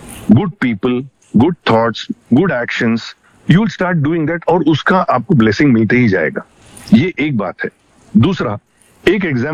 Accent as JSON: {"language": "Hindi", "region": "South India", "country": "India", "said": "अभी हमारे गांव में, मैं साउथ से हूं, हमारे गांव में"}